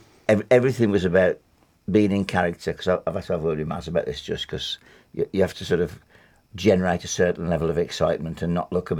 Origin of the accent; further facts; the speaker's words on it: Wednesbury, West Midlands, United Kingdom; I'm from Wensbury, and that's fine by me, and why should I pretend to be what I'm not?